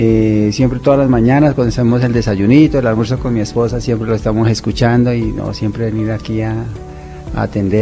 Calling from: Bogotá, Colombia; Ella es santandereana, soy acá de Bogotá.

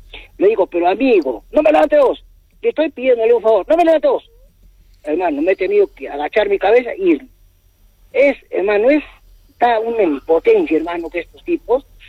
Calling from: Arequipa, Peru; ¿De dónde es usted? De Selva Alegre.

